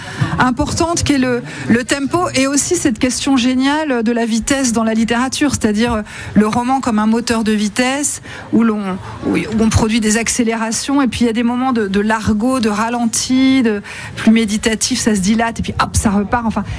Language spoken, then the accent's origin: French; Le Havre, Normandy, France; moved away as an adult; Alors j'ai grandi là, alors je ne suis pas originaire de cette ville, mes parents sont venus y vivre au milieu des années 60, et je l'ai quitté après le bac